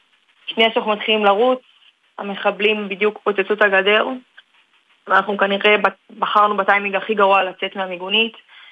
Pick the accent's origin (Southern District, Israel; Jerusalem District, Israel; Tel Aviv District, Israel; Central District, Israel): Jerusalem District, Israel; Jerusalem; אני בת 23 מירושלים.